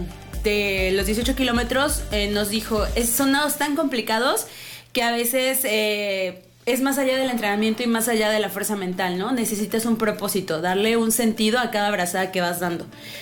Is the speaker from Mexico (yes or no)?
yes; Tehuacán, Puebla, Mexico; yo tengo 37 años, soy de aquí de Tehuacán